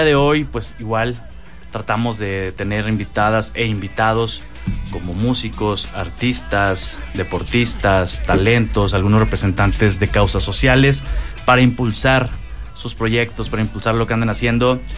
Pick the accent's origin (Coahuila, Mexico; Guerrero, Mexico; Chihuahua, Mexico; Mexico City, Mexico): Coahuila, Mexico; Saltillo; como decimos aquí en Saltillo